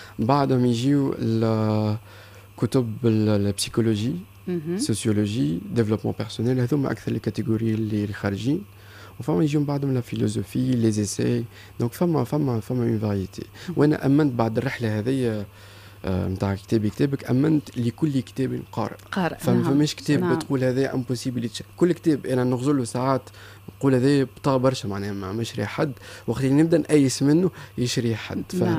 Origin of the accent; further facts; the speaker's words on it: Tunisia; انا كتونسي